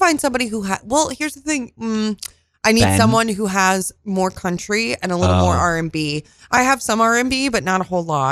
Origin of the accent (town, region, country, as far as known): New York, United States; born or raised there